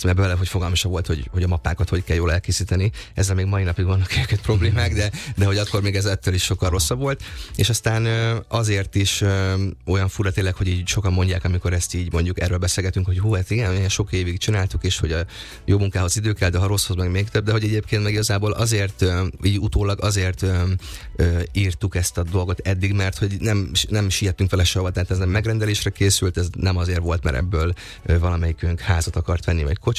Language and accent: Hungarian; Nyíregyháza, Szabolcs-Szatmár-Bereg, Hungary; now in Budapest, Hungary; akkor én egy tévéműsor kapcsán költöztem fel Budapestre Nyíregyházáról, én Nyíregyházán éltem, ott is érettségiztem